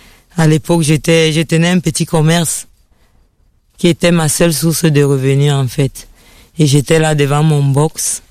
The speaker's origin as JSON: {"language": "French", "country": "Cameroon", "tie": "born there", "said": "Je suis née en Afrique, au Cameroun."}